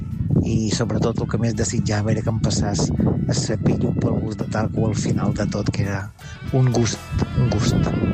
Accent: Sant Agustí, Balearic Islands, Spain; som de Sant Agustí, som d'Eivissa

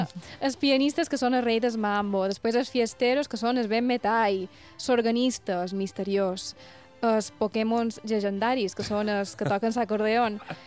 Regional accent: Sant Jordi, Balearic Islands, Spain; sóc de Sant Jordi.

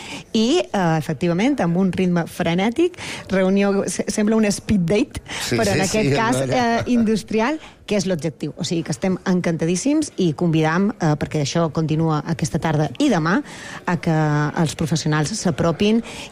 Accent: Balearic Islands, Spain; Som de Balears, perquè tots els de Balears són prescriptors en aquest esdeveniment.

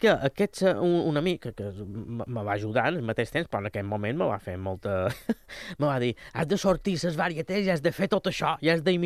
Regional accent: Banyabufar, Balearic Islands, Spain; born or raised there

